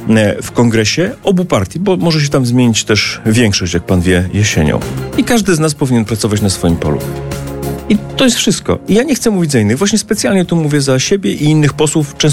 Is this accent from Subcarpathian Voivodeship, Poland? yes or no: yes; Rzeszów, Subcarpathian Voivodeship, Poland; also born or lived in Kraków; jestem posłem ze wschodu Polski. Kiedyś z Krakowa, dzisiaj Rzeszów. Moje miasto rodzinne, wróciłem tam.